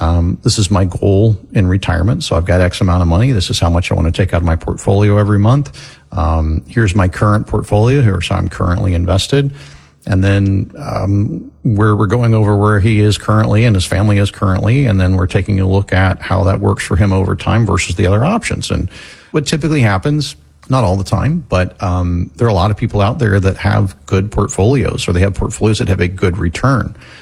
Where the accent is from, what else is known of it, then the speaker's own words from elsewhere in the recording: Florida, United States; And so we were aware growing up in Florida that school teachers in Florida didn't get paid as much